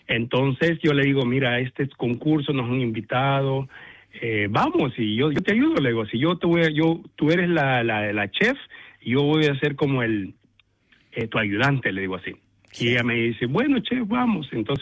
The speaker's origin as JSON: {"language": "Spanish", "country": "El Salvador", "moved": "as an adult", "lives_now": "Australia", "said": "yo soy de El Salvador"}